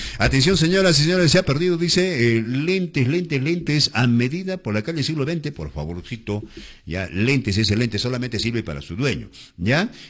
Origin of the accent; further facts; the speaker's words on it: Sicuani, Cusco, Peru; Saludos a mi tierra linda, la tierra de Sicuani lindo.